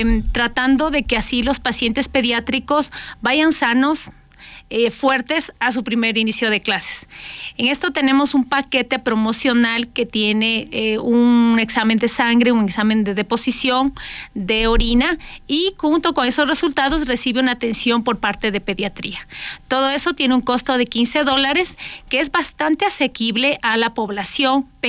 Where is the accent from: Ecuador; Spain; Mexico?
Ecuador